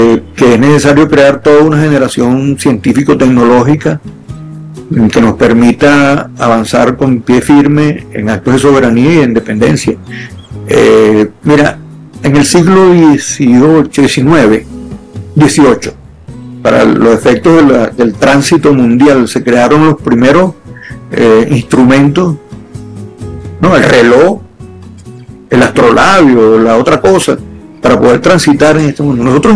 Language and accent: Spanish; Venezuela; nosotros, los venezolanos, tenemos que vernos como los colombianos, como los mexicanos